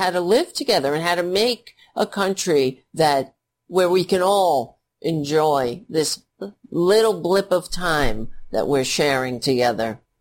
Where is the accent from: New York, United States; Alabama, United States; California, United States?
New York, United States; New York City; I served this country in uniform after witnessing the towers fall in my hometown, and I felt like I needed to do something to help.